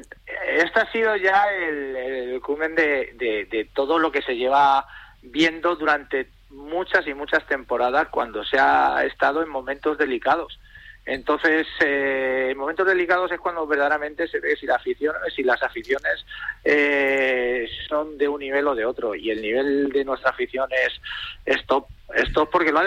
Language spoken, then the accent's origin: Spanish; Madrid, Community of Madrid, Spain; now in A Coruña, Spain; creo que soy más coruñés que madrileño ahora, por el tiempo que llevo ya en la ciudad